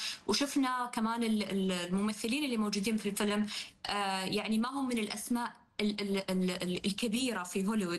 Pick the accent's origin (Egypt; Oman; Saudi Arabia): Saudi Arabia